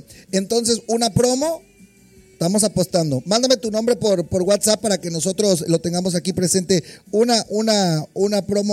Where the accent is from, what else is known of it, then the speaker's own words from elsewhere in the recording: Mexico; somos conscientes los mexicanos